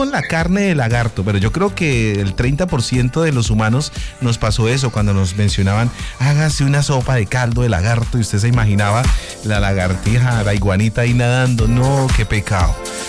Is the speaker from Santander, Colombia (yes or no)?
yes; Bucaramanga, Santander, Colombia; yo soy de Bucaramanga